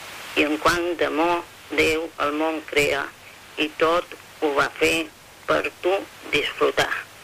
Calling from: Palma, Balearic Islands, Spain; Hola, bona nit. … de Palma. M'encanta escoltar vos.

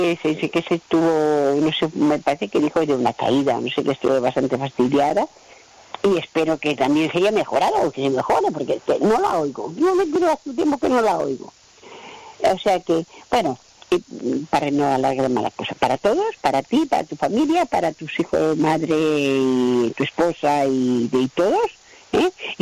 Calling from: Palma, Balearic Islands, Spain; Hola Manu, buenos días … de Palma.

